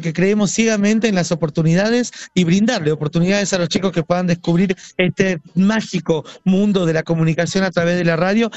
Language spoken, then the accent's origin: Spanish; Jujuy, Argentina; somos de Jujuy, venimos con todo el carnaval jujeño